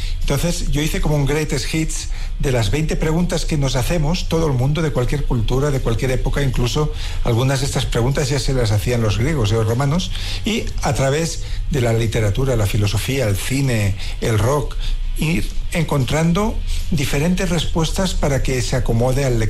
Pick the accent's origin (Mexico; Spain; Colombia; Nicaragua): Spain; Barcelona, Catalonia